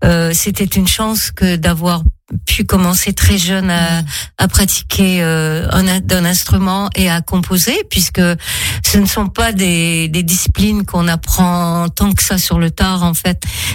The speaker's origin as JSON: {"language": "French", "region": "Quebec", "country": "Canada", "tie": "born or raised there", "also_born_or_lived": "Paris", "said": "de Paris, nous sommes partis en Abitibi-Témiscamingue, qui est une région minière au Québec, entre Montréal et la baie de James, la baie d'Hudson."}